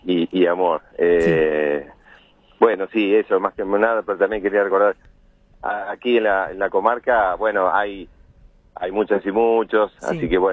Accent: Bahía Blanca, Buenos Aires Province, Argentina; vengo de Bahía Blanca y era en algún momento lo que se podía escuchar, ¿no?

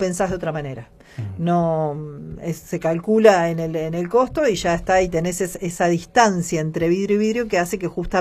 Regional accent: Patagonia, Argentina; somos patagónicos

